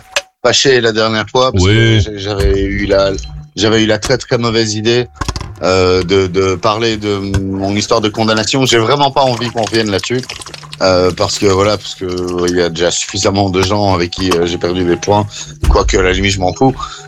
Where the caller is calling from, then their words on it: Belgium; je rentre en Belgique